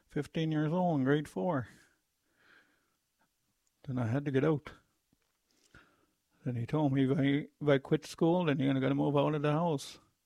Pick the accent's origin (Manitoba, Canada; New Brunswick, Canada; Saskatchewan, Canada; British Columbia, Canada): New Brunswick, Canada; Miramichi; also born or lived in Chatham, New Brunswick; Hill Ground First Nation up in the small community of Miramichi, New Brunswick. I was born and raised here in Hill Ground. My mother had me in Chatham, New Brunswick.